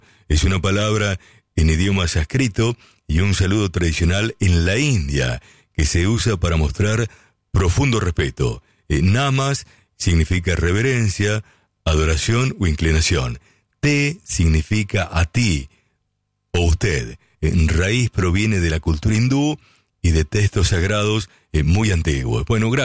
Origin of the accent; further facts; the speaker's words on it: Lincoln, Buenos Aires Province, Argentina; moved away; se maneja allí en mi ciudad de Lincoln